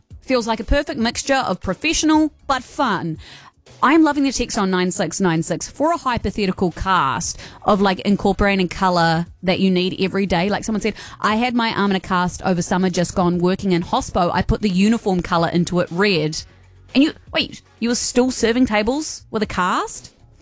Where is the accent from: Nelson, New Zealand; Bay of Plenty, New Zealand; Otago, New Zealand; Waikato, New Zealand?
Waikato, New Zealand; growing up in the Waikato, you're a Chiefs supporter.